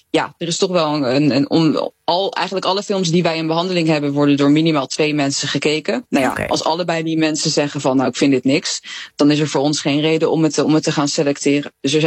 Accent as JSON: {"language": "Dutch", "country": "Netherlands", "said": "Dat water, het spreekt natuurlijk zo erg aan op iets wat je denk ik als Nederlander ergens in je onderbuik wel heel erg voelt."}